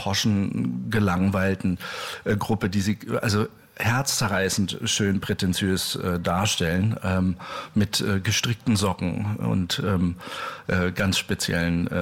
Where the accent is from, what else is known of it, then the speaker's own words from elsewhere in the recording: Algermissen, Lower Saxony, Germany; also born or lived in Wilhelmshaven / Stove (Drage); ich bin geboren in Wilhelmshaven und habe mich sozusagen sukzessive runtergearbeitet nach Hildesheim.